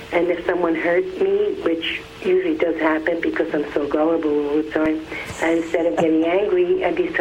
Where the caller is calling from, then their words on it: Florida, United States; I'm from Florida.